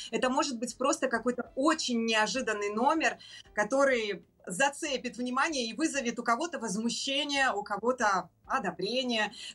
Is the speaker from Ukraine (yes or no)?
no; Belarus; мы, белорусы